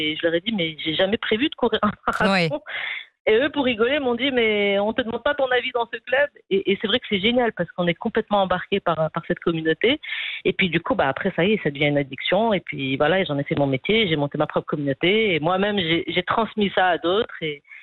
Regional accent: Rabat, Rabat-Salé-Kénitra, Morocco; born or raised there; now in Casablanca, Morocco

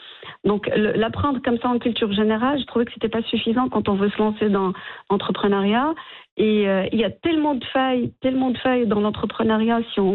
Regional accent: Morocco; Et on est marocain

